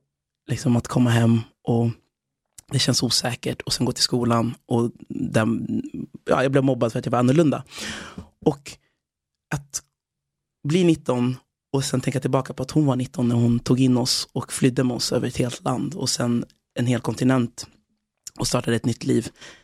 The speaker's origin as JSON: {"language": "Swedish", "town": "Nora", "region": "Örebro County", "country": "Sweden", "tie": "born or raised there", "also_born_or_lived": "Västerås", "said": "det var i Nora utanför Örebro. Det var där jag växte upp som längst då, i Sverige. De åren och de åren i Västerås där jag bodde också."}